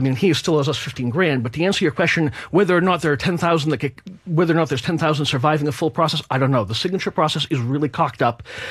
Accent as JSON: {"language": "English", "town": "Lynnfield", "region": "Massachusetts", "country": "United States", "tie": "born or raised there", "said": "So I'm born and raised in Linfield. I grew up here."}